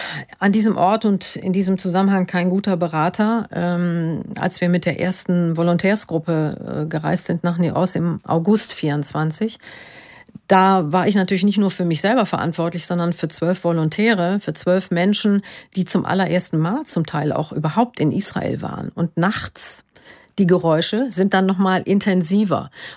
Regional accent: Düsseldorf, North Rhine-Westphalia, Germany; Ich stamme aus Düsseldorf.

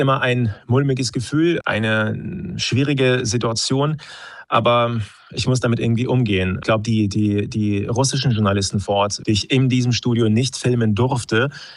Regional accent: Russia; moved away; Ja, ich bin aus Russland 2022 geflohen nach einer Festnahme und in der Nacht, als ich an der Grenze war, war die Polizei und FSB in meiner Wohnung.

